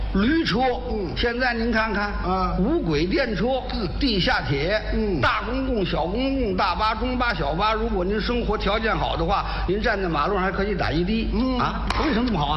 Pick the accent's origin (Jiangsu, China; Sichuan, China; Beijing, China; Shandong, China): Beijing, China; 我就是北京人。